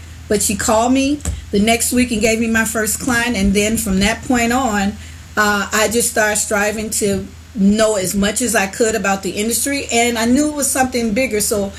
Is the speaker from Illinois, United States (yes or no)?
yes; Chicago, Illinois, United States; moved away; I'm originally from Chicago, born at, I'm going to tell my age, at County Hospital. My parents, I have Bronzeville ties there in Chicago. My parents own businesses there.